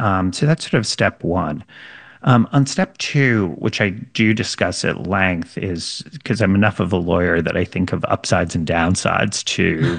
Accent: New York, United States; let's just take my home state of New York

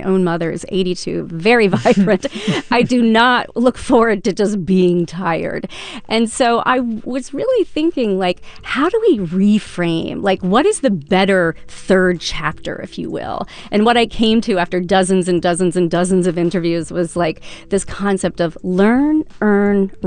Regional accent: Louisville, Kentucky, United States; I grew up in Kentucky, in Louisville.

